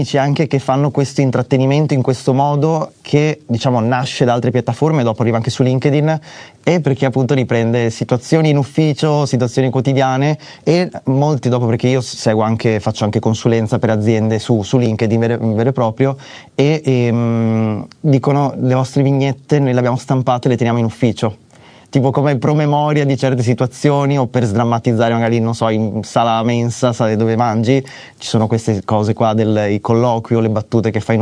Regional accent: Veneto, Italy; Io sono veneto

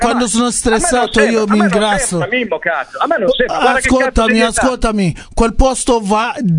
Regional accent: Ghana; Italian is a second language; now in Italy; io sono ghanese, se sono africano

